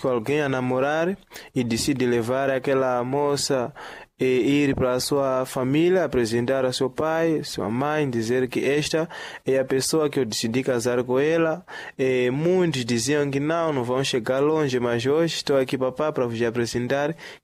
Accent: Chimoio, Manica, Mozambique; é um jovem artista, residente na cidade de Chimoio

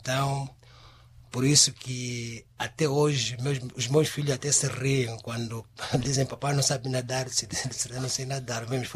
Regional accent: Cuamba, Niassa, Mozambique; also born or lived in Mecula / Lichinga; 1981, saio de Kwamba para a cidade de Lixinga. A minha infância... Bom, a minha infância foi mais vivida em Kwamba. Por isso que até muita gente pensa que nós somos naturais de Kwamba.

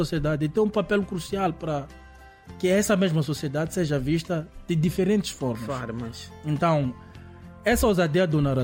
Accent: Mozambique; nós como moçambicanos

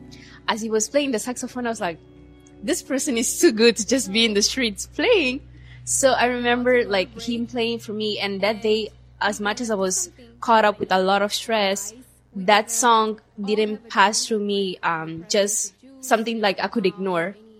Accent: Mozambique; now in Warsaw, Poland; I am from Mozambique and I'm a singer-songwriter living in Warsaw, Poland.

